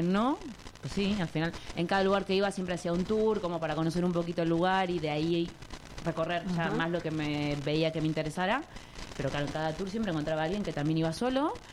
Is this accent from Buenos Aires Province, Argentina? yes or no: yes; Buenos Aires Province, Argentina; Yo soy de provincia de Buenos Aires.